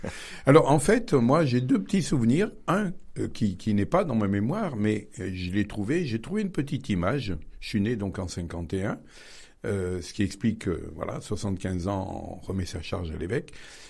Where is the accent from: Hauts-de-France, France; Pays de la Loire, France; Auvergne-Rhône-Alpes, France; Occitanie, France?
Auvergne-Rhône-Alpes, France; Baternay; born there